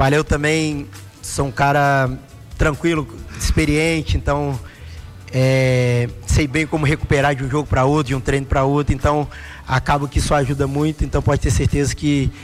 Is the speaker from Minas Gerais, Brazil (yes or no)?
yes; Belo Horizonte, Minas Gerais, Brazil; eu sou daqui de Belo Horizonte, estava aqui na base, realmente eu não queria sair